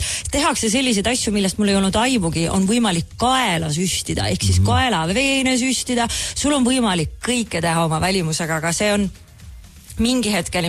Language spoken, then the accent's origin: Estonian; Otepää, Valga County, Estonia; now in Tallinn, Estonia; ma olen Otapäelt pärit